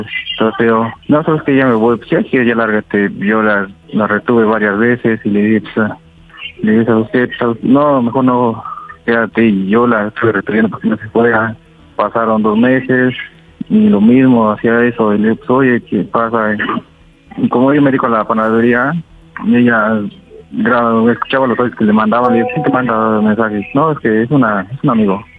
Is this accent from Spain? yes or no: no; Tlaxcala, Mexico; Tengo 29 años, soy de Acuplarilco, Tlaxcala.